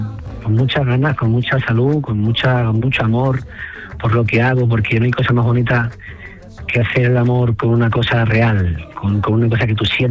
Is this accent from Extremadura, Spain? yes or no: no; Toledo, Castilla-La Mancha, Spain; born there; es mi tierra